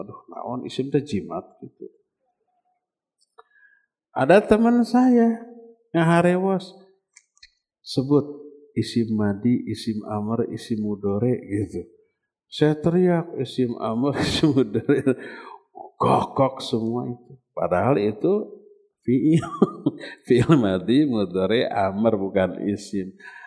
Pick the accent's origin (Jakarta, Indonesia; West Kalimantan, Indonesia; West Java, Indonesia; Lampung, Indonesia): West Java, Indonesia; Bandung; Dulu saya dari SMA, SMA favorit di Bandung